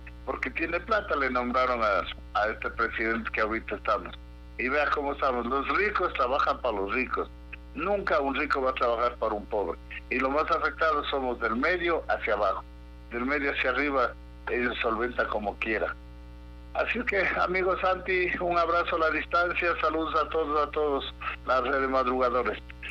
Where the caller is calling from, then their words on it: Quito, Pichincha, Ecuador; todavía estoy por acá, por Chillogallo, en Quito.